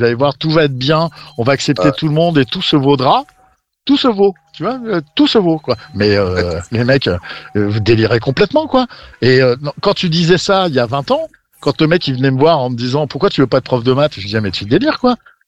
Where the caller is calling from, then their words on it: Fontainebleau, Île-de-France, France; Non, moi, je suis à Fontainebleau.